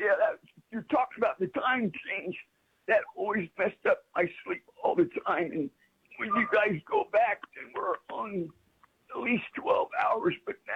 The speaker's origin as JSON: {"language": "English", "region": "Indiana", "country": "United States", "tie": "born there", "moved": "yes", "said": "I was born in Indiana"}